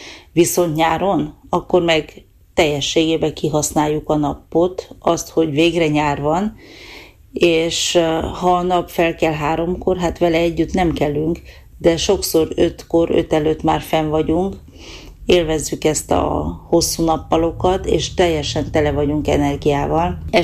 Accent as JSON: {"language": "Hungarian", "region": "Transylvania", "country": "Romania", "moved": "yes", "lives_now": "Norway", "said": "Erdélyből jöttem ki, mi annak idején úgy tanultuk"}